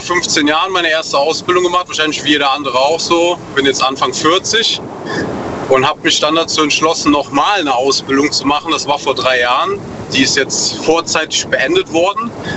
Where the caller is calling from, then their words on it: North Rhine-Westphalia, Germany; Aus der Eifel, NRW.